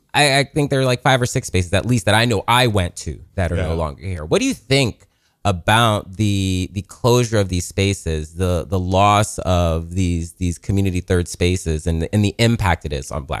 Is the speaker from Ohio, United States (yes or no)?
yes; Columbus, Ohio, United States; I'm from Columbus, Ohio